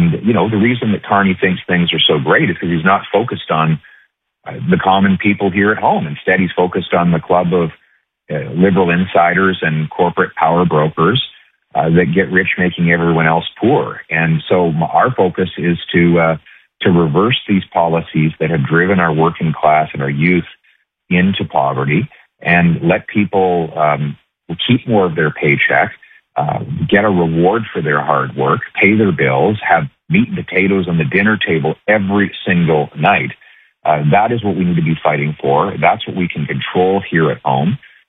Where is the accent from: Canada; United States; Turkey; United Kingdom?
Canada; Alberta; We grew up in Alberta, of course.